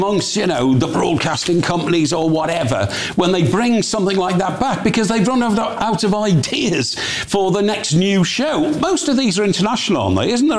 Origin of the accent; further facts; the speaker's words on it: North West England, United Kingdom; I was brought up on Merseyside, where Unilever have a huge factory on the Wirral